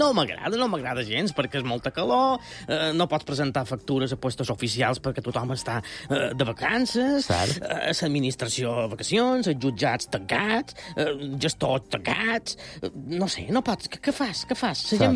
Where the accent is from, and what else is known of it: Palma, Balearic Islands, Spain; born there; also born or lived in Banyalbufar